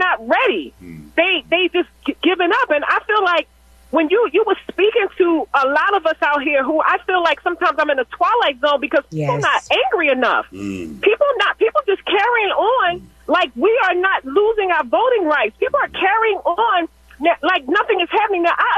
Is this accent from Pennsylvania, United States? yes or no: yes; Philadelphia, Pennsylvania, United States; now in Jenkintown, United States; I live a little bit outside. I was born and raised in Philly. Live a little outside, right in Jenkintown. But I'm born and raised in Philly all day.